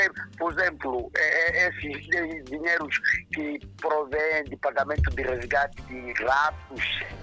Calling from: Mozambique

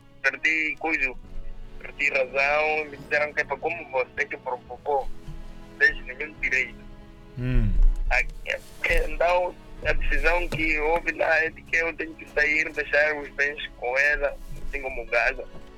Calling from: Nampula, Mozambique; já aconteceu comigo aqui na cidade. De Nampula? Sim.

